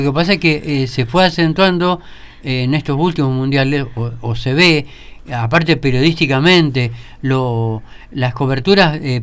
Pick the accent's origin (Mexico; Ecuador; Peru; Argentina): Argentina; si hay algo al argentino que nos levanta es eso, el fútbol.